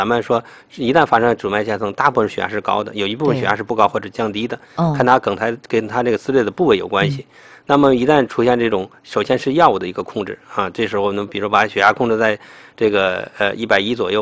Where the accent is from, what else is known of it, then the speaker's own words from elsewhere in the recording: China; 我们中国人的这个患病率